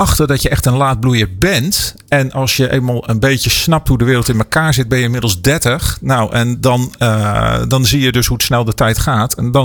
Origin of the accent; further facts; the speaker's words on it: North Holland, Netherlands; Opgegroeid in de Hoornmeer achter het politiebureau.